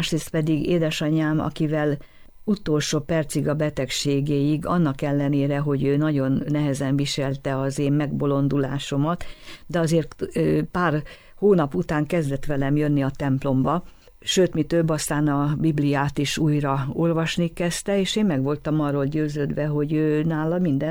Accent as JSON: {"language": "Hungarian", "country": "Hungary", "said": "Tehát az, hogy én magyar vagyok"}